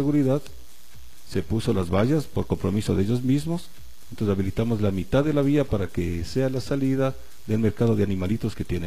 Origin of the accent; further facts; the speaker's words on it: Quito, Pichincha, Ecuador; No, yo soy de Quito.